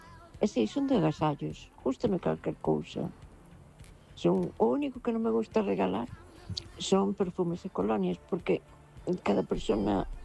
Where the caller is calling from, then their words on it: Ribeira, Galicia, Spain; Boas noites, Noemi. … de Ribeira.